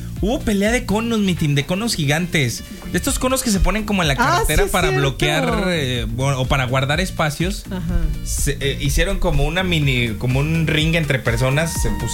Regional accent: Mexico; nosotros como mexicanos

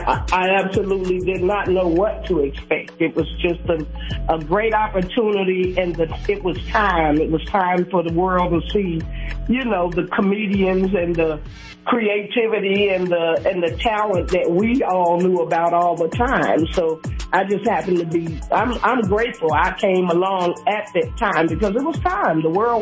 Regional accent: Chicago, Illinois, United States; born or raised there; moved away as an adult; now in Kentucky, United States

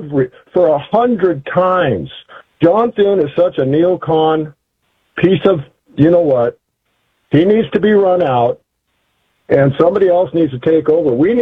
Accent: Lawndale, California, United States; I was raised in California, old Lawndale there, down by Manhattan Beach, just south of Los Angeles International Airport, South Bay. It was so beautiful back then.

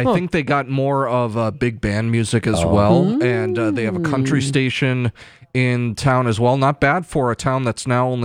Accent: Albany, Minnesota, United States; I am from Albany, Minnesota. It's before St. John's on I-94. Home of a DQ shaped like a barn and a beautiful golf course the interstate.

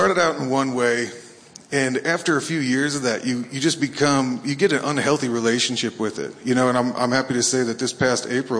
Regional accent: West Saugerties, New York, United States; Man, growing up, so I'm from West Saugerties, right outside of Woodstock, New York. And, you know, I'm an only child. So we lived out behind this cornfield out there.

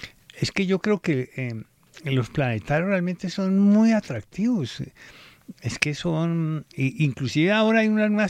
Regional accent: Bogotá, Colombia; Yo nací en Bogotá, soy bogotano. Mi familia es del Valle de Tuluá y del Líbano, Tolima.

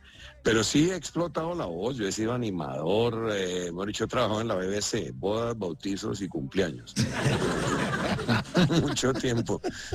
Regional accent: Tocaima, Cundinamarca, Colombia; por mi origen, yo soy de un pueblo, soy de Tocaima, y, pues, hermano, allá en esa vaina, en el pueblo, uno en el colegio, yo fui el mejor bachiller del colegio

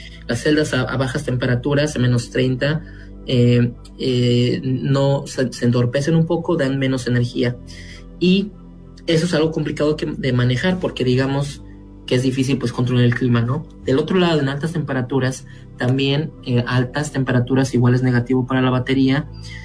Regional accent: Pachuca, Hidalgo, Mexico; moved away as an adult; also born or lived in Monterrey, Nuevo León / Guadalajara, Jalisco; now in United States; yo soy oriundo de Idapan, estudié la secundaria ahí en Pachuca, la preparatoria también, ahí y de ahí me moví para la Universidad de Nuevo León.

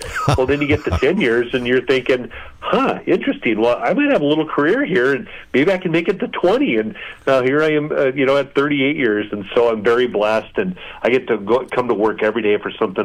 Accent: Lake City, Minnesota, United States; Yeah, so I'm from Lake City, Minnesota, so down about 70 miles southeast of Minnesota, or of Minneapolis, I should say.

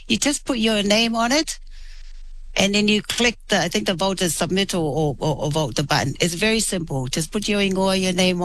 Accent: Vailima, Tuamasaga, Samoa; now in New Zealand; I was born in Samoa. I'm from a little village named Vailima in Upolu. And I came here with my grandparents and a sister, yeah, just for better opportunities

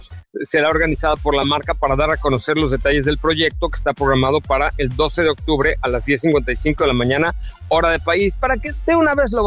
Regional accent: Mexico; Así somos un poco los mexas

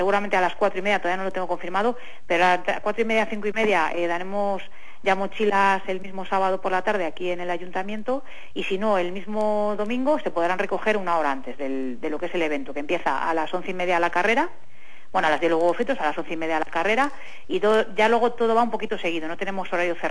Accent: Spain; yo soy de Medina

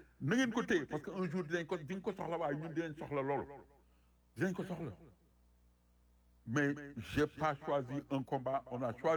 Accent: Senegal; Je suis Sénégalais.

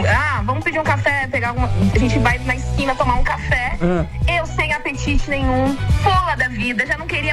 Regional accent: São Paulo, Brazil; Eu sou de São Paulo, moro na capital mesmo.

